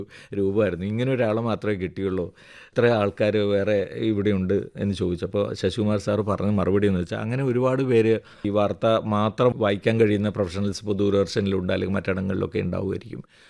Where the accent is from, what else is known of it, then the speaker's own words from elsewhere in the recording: Ravaneeswaram, Kerala, India; moved away; ഞാനൊരു ഗ്രാമപ്രദേശത്തു നിന്നാണ് വരുന്നത്, രാവണീശ്വരം എന്ന് പറയുന്ന കാസർഗോഡ് ജില്ലയിലെ ഗ്രാമപ്രദേശത്ത്.